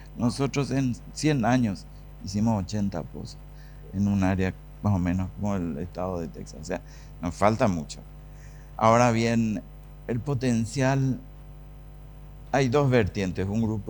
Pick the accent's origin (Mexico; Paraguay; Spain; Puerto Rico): Paraguay; Toditos somos paraguayos.